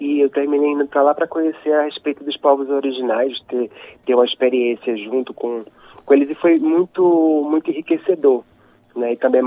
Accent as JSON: {"language": "Portuguese", "town": "Recife", "region": "Pernambuco", "country": "Brazil", "tie": "born there", "moved": "as an adult", "lives_now": "São Paulo, Brazil", "said": "Eu sou de Recife, nasci de Recife, mas moro em São Paulo há 18 anos."}